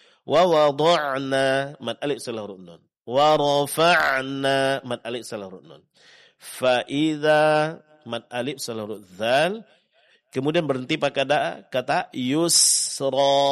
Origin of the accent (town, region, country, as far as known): Indonesia